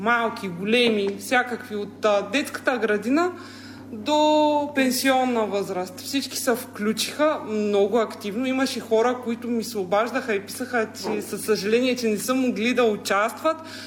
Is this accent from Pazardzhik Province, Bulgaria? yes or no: yes; Strelcha, Pazardzhik Province, Bulgaria; Като не съм родом от Добри дял, а съм от Средногорието, Стрелча, сърцето на Средна гора.